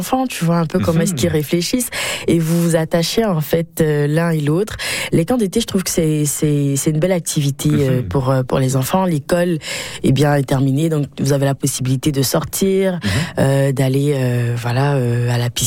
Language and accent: French; Côte d’Ivoire; lorsque j'étais dans mon pays d'origine, eh bien on a ce qu'on appelle les colonies de vacances et ça ressemble beaucoup au camp d'été. Donc on peut aller visiter un autre pays, donc à l'extérieur de la Côte d'Ivoire